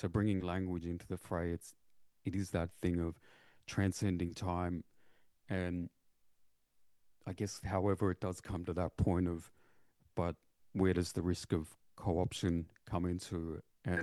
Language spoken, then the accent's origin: English; Victoria, Australia; myself being Yorta Yorta, born and raised on Yorta Yorta Waka, for instance, for me, that's something that's very prominent in terms of my very existence too. And it's part of why I moved back home from Ngarrum to be with the land